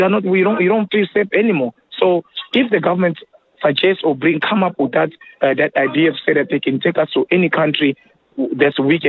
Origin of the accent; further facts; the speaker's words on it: DR Congo; I'm from Congo. So some of us are in our country, there's still war that is going on.